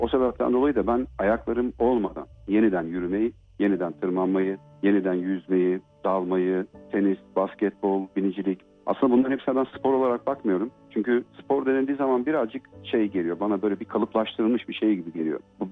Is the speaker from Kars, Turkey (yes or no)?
yes; Kars, Turkey; also born or lived in Gölcük; 1976 Kars doğumluyum. İlk öğretimimi Kars'ta, diğer öğrenimlerimde Kocaeli'nin Gölcük ilçesinde tamamladım.